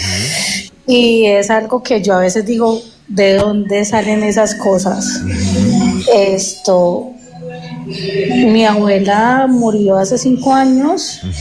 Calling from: Cúcuta, Norte de Santander, Colombia; De Cúcuta, norte de Santander.

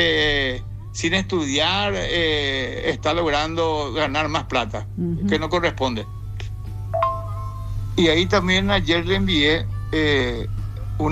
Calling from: Fernando de la Mora, Central, Paraguay; Vivo en Fernando de la Mora, zona sur.

